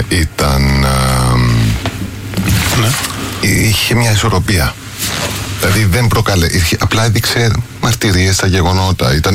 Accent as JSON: {"language": "Greek", "country": "Cyprus", "said": "είμαι Κύπριος και ήταν πολύ δύσκολο να το χειριστώ στην αρχή."}